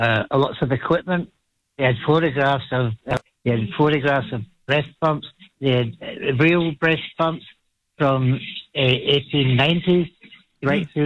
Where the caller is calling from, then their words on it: Waikato, New Zealand; Oh, hi, Roman. I'm ringing you from Waikato Hospital.